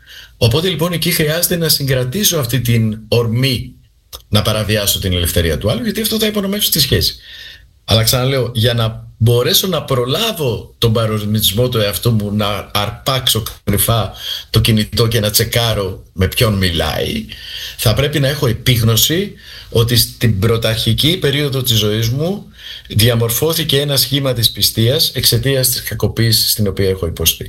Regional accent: Crete, Greece; now in Cyprus; Απ' την άλλη μεριά είμαι από την Κρήτη, η καταγωγή μου είναι από την Κρήτη.

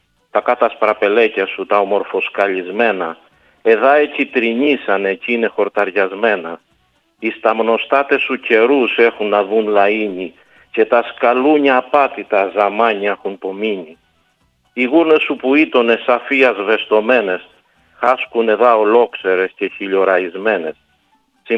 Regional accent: Dafnes, Crete, Greece; Το αφιερώνω στο χωριό μου στις Δαφνές

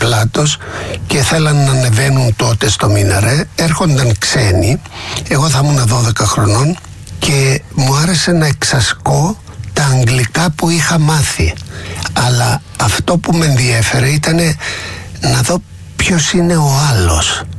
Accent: Chania, Crete, Greece; born there; Γεννήθηκα στα Χανιά, στα Χανιά της Κρήτης.

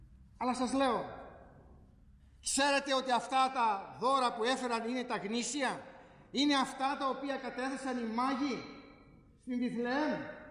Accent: Crete, Greece; born there; now in Thessaloniki, Greece; Είμαι πολίτης τούτης της πόλης από το 1941. Έζησα περισσότερα χρόνια από ό,τι στην πατρίδα μου την Κρήτη.

